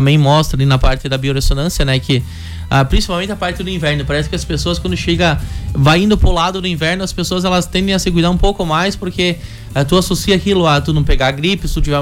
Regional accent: Brazil

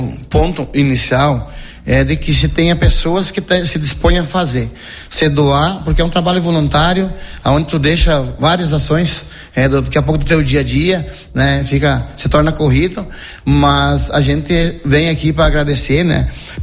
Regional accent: Rio Grande do Sul, Brazil; nós, enquanto gaúcho

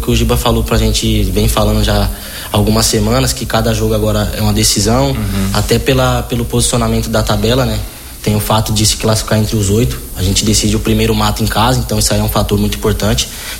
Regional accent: São Paulo, Brazil; moved away as an adult; also born or lived in Erechim; now in Marau, Brazil; Eu sou de São Paulo.

